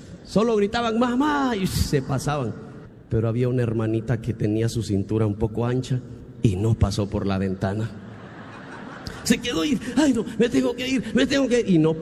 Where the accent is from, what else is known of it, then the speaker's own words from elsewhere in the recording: Guatemala; moved away; allá en Guatemala, de donde yo soy originario, la universidad en la que yo estudié se llama Universidad de San Carlos de Guatemala.